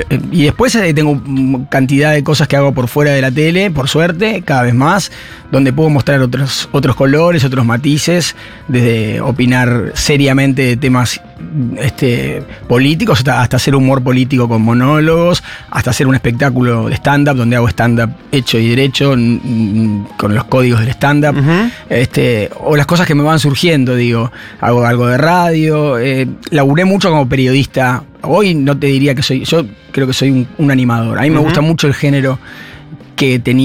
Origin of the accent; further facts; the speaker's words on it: Montevideo, Uruguay; soy de Montevideo